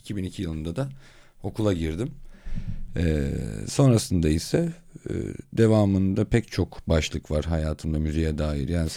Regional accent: Adapazarı, Sakarya, Turkey; Adapazarı doğumluyum, orada büyüdüm.

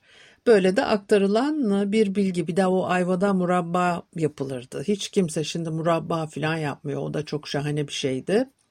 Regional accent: Istanbul, Turkey; Ben Metiler'de, Arnavutköy sırtlarında büyüdüm.

